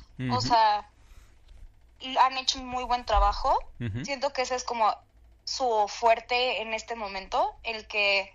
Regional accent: Mexico; hablando ya no como mexicana

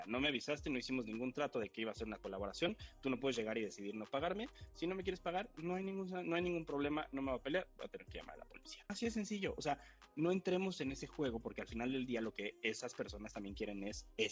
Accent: Mexico

